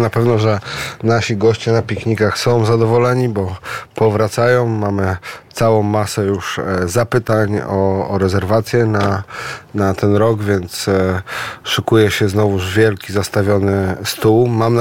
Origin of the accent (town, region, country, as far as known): Warmian-Masurian Voivodeship, Poland